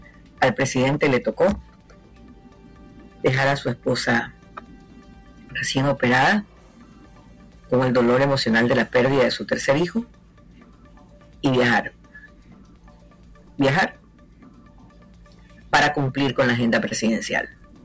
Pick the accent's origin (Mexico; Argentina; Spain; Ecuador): Ecuador